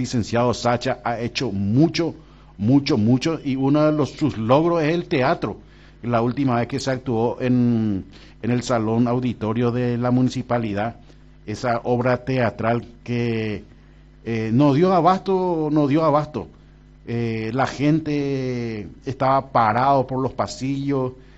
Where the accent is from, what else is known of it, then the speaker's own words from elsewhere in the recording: Asunción, Paraguay; now in Pedro Juan Caballero, Paraguay; Es que yo soy de Asunción